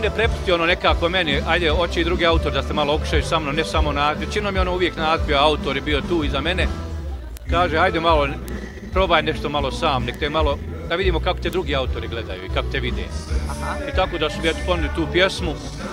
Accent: Bosnia & Herzegovina; Kod nas u Bosni ima lijepi kona uvijek.

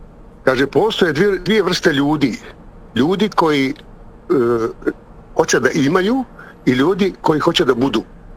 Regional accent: Sarajevo, Sarajevo Canton, Bosnia & Herzegovina; Iz Sarajeva sam.

